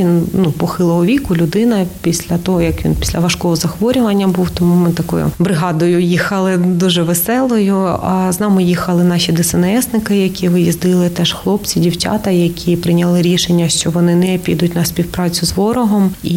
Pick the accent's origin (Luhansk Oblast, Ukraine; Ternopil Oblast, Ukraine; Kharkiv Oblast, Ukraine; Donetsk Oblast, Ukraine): Luhansk Oblast, Ukraine; Starobilsk; Трошки схоже на мій рідний Старобільськ. Невелике, камерне, затишне. Теж є річка, яка у нас вдома. У нас вдома Айдар протікав